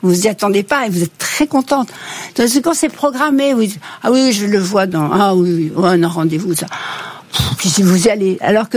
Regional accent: Casablanca, Casablanca-Settat, Morocco; moved away; Et moi, je suis née au Maroc, vous savez.

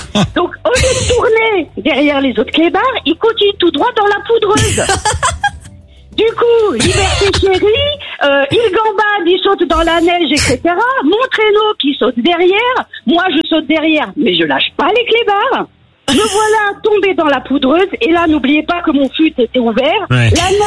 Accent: Vigneux-sur-Seine, Île-de-France, France; Je suis du 91 de Vigneux-sur-Seine.

